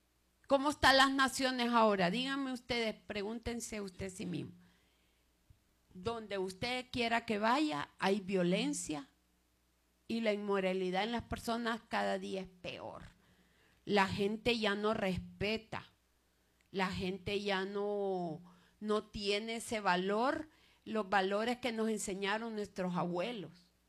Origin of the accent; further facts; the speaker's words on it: Honduras; en mi país, Honduras